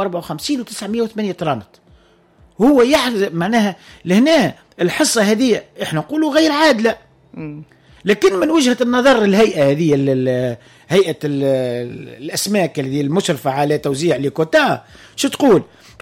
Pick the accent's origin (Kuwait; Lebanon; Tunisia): Tunisia; وإحنا زاد كذلك كتونسيين نطالبوا به الأنصاف في إدارة الموارد المشتركة